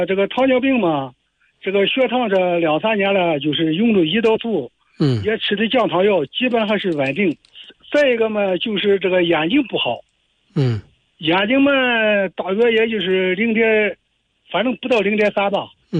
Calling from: Kunming, Yunnan, China; 我现在在那个云南的昆明。

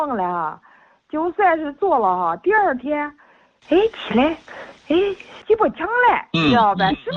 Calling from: Shijiazhuang, Hebei, China; 我都是石家庄的。

